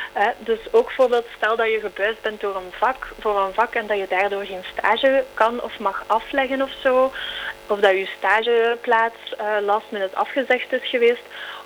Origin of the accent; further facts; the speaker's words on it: Flanders, Belgium; Maar ik denk dat het bij ons in Vlaanderen, met onze economie, wel duidelijk is dat wij gewoon heel veel hoogopgeleide nodig hebben.